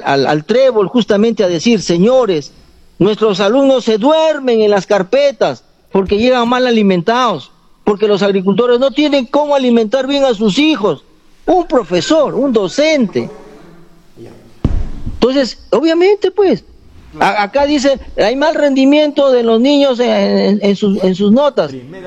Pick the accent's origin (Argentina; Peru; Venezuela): Peru; somos peruanos